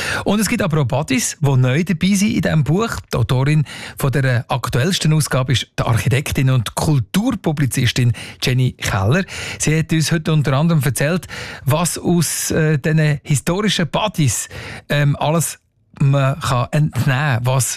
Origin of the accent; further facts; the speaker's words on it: Bern, Switzerland; Ich bin zum Beispiel in Bern aufgewachsen und das Weierli, das muss man als Berner einfach natürlich kennen